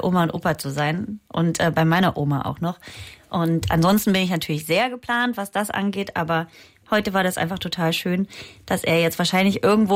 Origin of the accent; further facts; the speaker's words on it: Halberstadt, Saxony-Anhalt, Germany; weil ich ja am Wochenende in meiner Heimatstadt Halberstadt ein Open Air gespielt habe